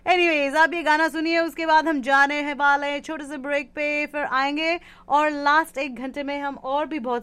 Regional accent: Delhi, India; now in United States; मतलब कई बार जब मैं कैलकटा जाती हूँ ना, वैसे तो मैं दिल्ली से हूँ

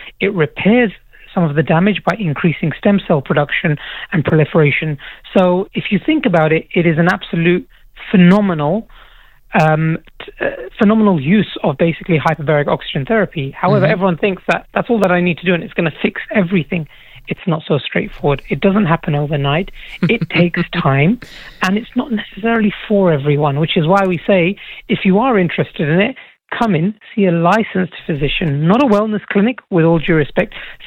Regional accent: England, United Kingdom; So I'm from England, so naturally part of me will support England.

